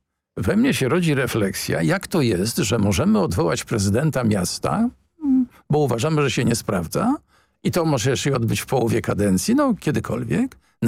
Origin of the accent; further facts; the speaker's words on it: Warsaw, Masovian Voivodeship, Poland; born there; Jestem z urodzenia warszawiakiem